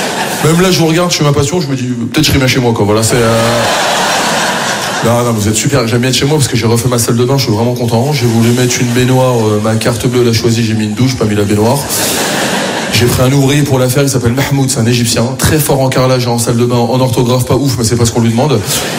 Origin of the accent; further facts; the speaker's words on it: France; je suis fier de mes origines et je suis fier d'être français, moi aussi. Je suis un bon français, je suis fier d'être français